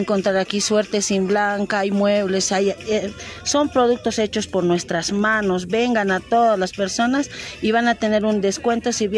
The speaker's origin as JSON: {"language": "Spanish", "region": "La Paz", "country": "Bolivia", "said": "yo vengo desde La Paz."}